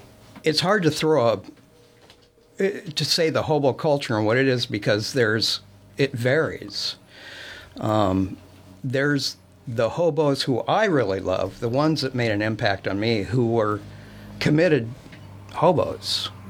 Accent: Klamath Falls, Oregon, United States; I was raised in around Klamath Falls, Oregon.

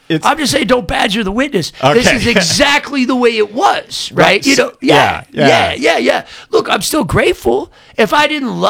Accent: New Orleans, Louisiana, United States; I'm from New Orleans.

